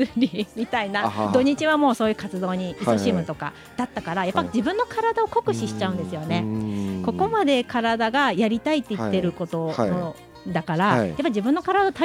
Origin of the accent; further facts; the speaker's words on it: Shimane, Japan; 作り温泉、私の地元のあの温泉街があるんで